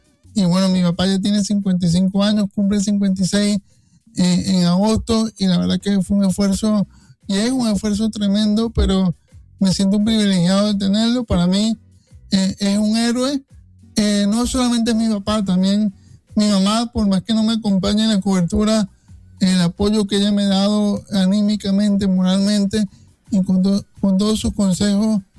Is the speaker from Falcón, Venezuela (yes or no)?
yes; Punto Fijo, Falcón, Venezuela; nosotros venimos de una ciudad bastante pequeña de Venezuela, venimos de Punto Fijo